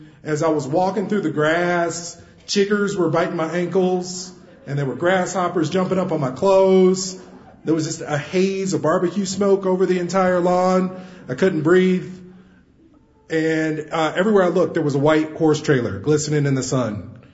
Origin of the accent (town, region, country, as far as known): Kansas City, Kansas, United States; born or raised there